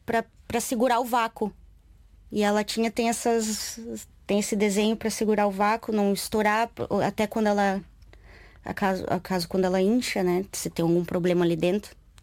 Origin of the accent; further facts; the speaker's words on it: Paraná, Brazil; eu venho do Paraná, é um tipo de cultura, mas cresci no interior, que aí é outro tipo de cultura, é similar, mas acaba mudando um bocadinho.